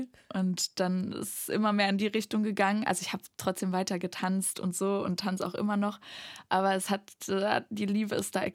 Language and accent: German; Erfurt, Thuringia, Germany; moved away; also born or lived in Weimar; Also ich bin in Weimar geboren, bin aber in Erfurt groß geworden.